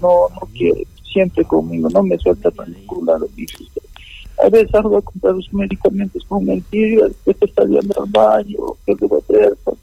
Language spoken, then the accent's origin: Spanish; Cusco, Peru; sí, yo soy de Cusco, de la provincia de Canchis.